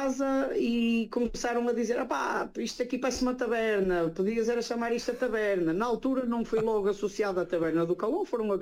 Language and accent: Portuguese; Espinho, Aveiro, Portugal; now in Switzerland; Eu sou de vários lados, mas eu considero-me espinhense. Eu sou de Espinho.